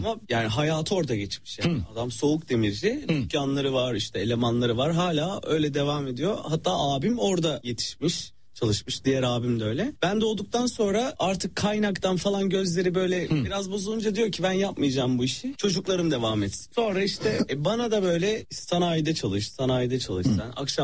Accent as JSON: {"language": "Turkish", "town": "Salihli", "region": "Manisa", "country": "Turkey", "tie": "born there", "said": "Evet evet, çünkü Manisa'yla yani Salihli'de doğdum. Ben Salihli ile İzmir arası yine bir saat, bir buçuk saat var."}